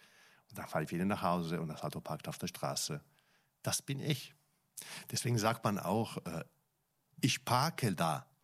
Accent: Italy; German is a second language; moved away as an adult; also born or lived in Milan; now in Germany; Als ich als Italiener irgendwann nach Deutschland kam

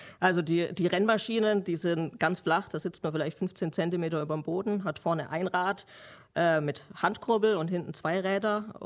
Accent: Stuttgart, Baden-Württemberg, Germany; als Stuttgarterin

